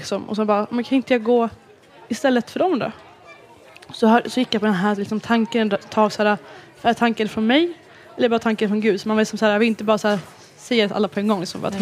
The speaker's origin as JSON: {"language": "Swedish", "town": "Leksand", "region": "Dalarna County", "country": "Sweden", "moved": "as an adult", "lives_now": "Falun, Sweden", "said": "jag kommer från Leksand och alltid ska ha gått jättemånga år. Men flyttade nu till Falun i höstas."}